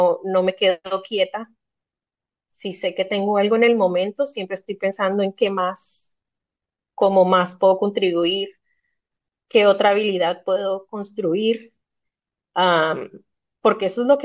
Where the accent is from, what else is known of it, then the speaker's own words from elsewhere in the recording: Colombia; moved away; also born or lived in Norwich, England; una persona que era más colombiana que yo